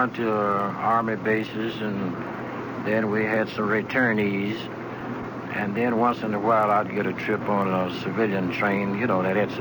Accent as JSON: {"language": "English", "region": "Texas", "country": "United States", "moved": "yes", "lives_now": "Los Angeles, United States", "said": "I'm really from Texas, and I moved to Los Angeles been out there ever since."}